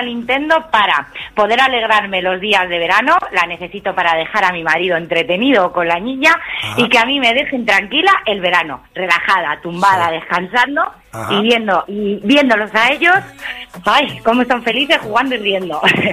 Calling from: Ciempozuelos, Community of Madrid, Spain; Desde Ciempozuelos, Madrid.

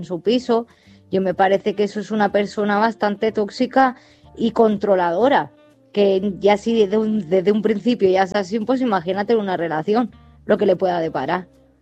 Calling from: Málaga, Andalusia, Spain; soy corresponsal de Málaga

